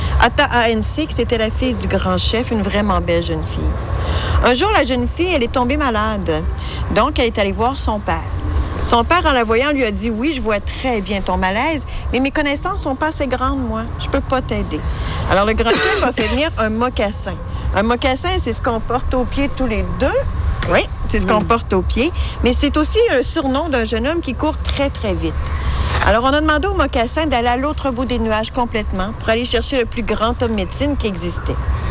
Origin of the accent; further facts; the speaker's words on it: Wendake, Quebec, Canada; Je suis de Wendake et je suis Wendat.